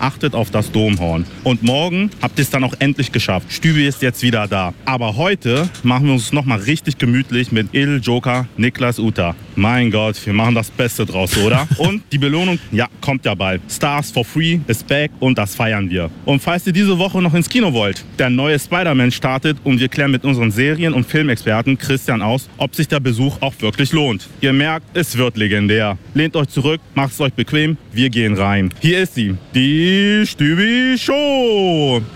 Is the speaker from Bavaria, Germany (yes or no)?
no; Hamburg, Germany; ich werde beim Elbduell locker den Sieg für den Norden holen. Denn ich komme aus Hamburg-Mitte mit den größten und schönsten Hochhäusern.